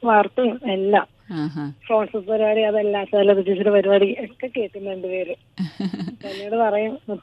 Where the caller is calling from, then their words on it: Kuthiathode, Kerala, India; ഞാൻ കുത്തിയതോട് ചേർത്തല.